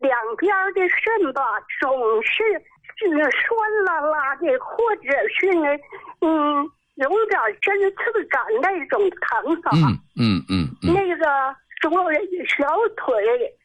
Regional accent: Jilin, China; 我是吉林的。

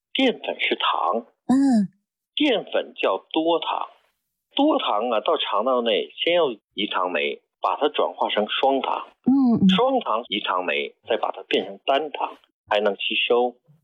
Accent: China; 但是我们中国人跟西方人的饮食差距为什么要大呢？

